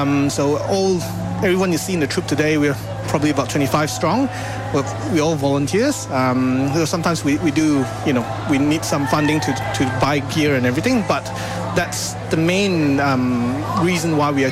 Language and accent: English; Malaysia; now in Australia; So I'm from Malaysia